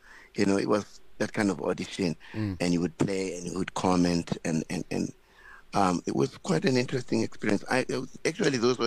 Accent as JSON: {"language": "English", "region": "Limpopo", "country": "South Africa", "tie": "born or raised there", "said": "On my experiences when I was growing up in Limpopo."}